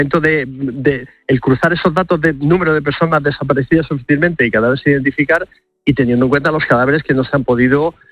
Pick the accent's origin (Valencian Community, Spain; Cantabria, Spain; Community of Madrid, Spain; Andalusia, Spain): Andalusia, Spain; Almería; Claro, en este caso concreto de Almería, que por cierto es mi tierra y no muy lejos de por allí, sí, de mi querida Almería